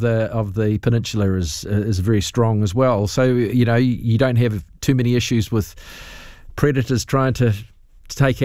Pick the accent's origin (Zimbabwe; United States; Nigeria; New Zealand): New Zealand; South Island; I'm from the South Island